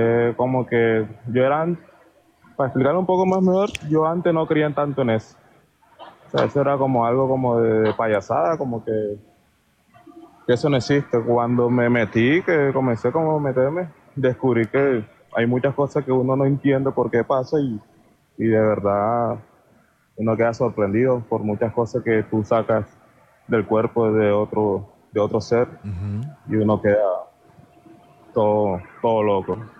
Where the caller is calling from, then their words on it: Tubará, Atlántico, Colombia; Yo aquí hablando de Tubará Atlántico